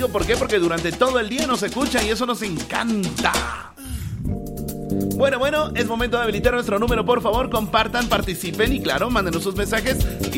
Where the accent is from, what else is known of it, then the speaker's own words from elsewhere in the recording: Bolivia; todos somos bolivianos